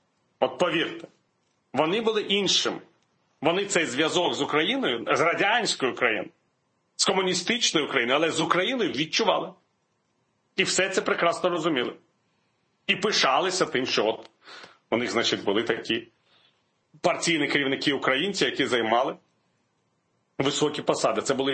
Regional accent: Belarus; Не тому, що я був білорус, а тому, що просто я був досвідчений партійний керівник.

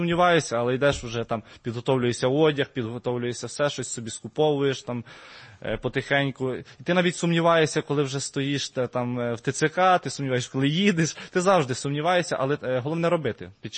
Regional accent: Vinnytsia, Vinnytsia Oblast, Ukraine; Я сам з Вінниці.

